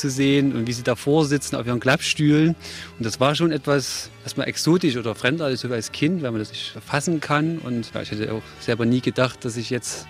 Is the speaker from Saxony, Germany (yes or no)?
yes; Glauchau, Saxony, Germany; Ich bin hier in Klauchau geboren, das ist etwa 20 Kilometer von Chemnitz entfernt